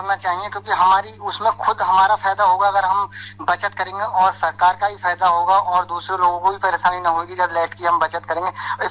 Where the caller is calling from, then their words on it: Bareilly, Uttar Pradesh, India; मेरा गांव भी बरेली शहर में ही आता है